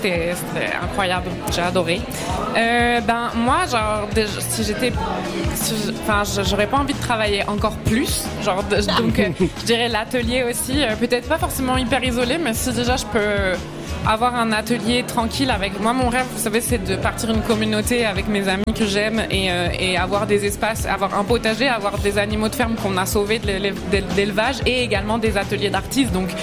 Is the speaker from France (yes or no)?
yes; France; accent: French; moved away; en tant que française